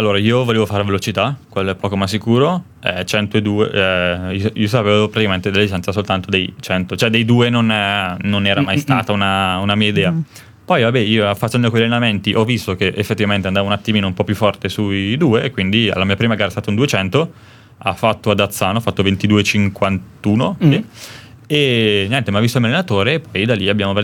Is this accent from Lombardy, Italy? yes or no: yes; Brembate di Sopra, Lombardy, Italy; è una squadra del mio paese, prima l'Almenio San Bartolomeo, che è a 500 metri dal mio paese, che io abito a Brembate sopra